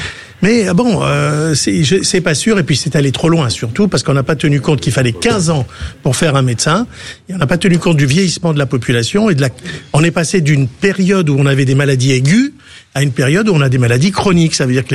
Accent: Tunisia; moved away; Moi, je viens de Tunisie

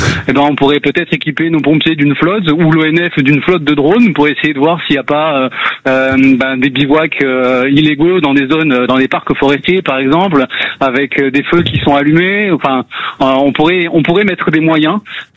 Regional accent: Provence-Alpes-Côte d'Azur, France; Est-ce que bien dans le sud, moi je suis des Alpes-Maritimes.

